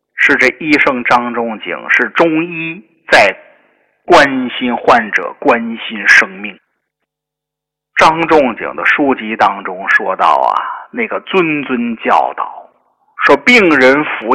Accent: China

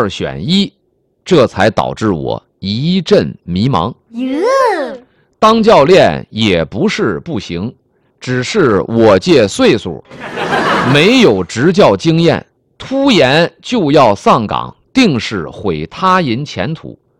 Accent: China

